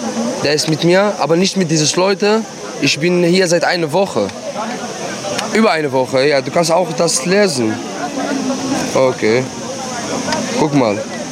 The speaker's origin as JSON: {"language": "German", "region": "Gaza Strip", "country": "Palestine", "second_language": "German", "said": "Ja, ich bin Palästinenser. Ich komme aus Gazastreifen, ja."}